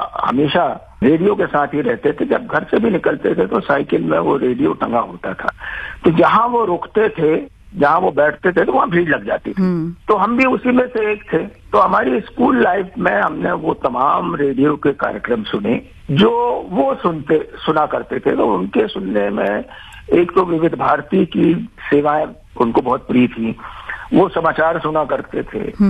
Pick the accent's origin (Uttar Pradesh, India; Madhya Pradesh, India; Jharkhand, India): Madhya Pradesh, India; मैं छिंदवाड़ा जिले के आदिवासी इलाके से आता हूँ और वहाँ पर कोयला की बहुत सारी खदानें खुली हुई थी।